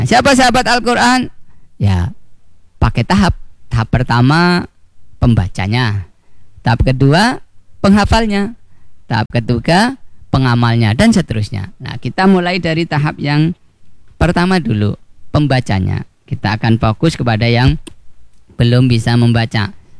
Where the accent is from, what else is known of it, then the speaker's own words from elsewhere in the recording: Java, Indonesia; Kalau orang kami, orang Jawa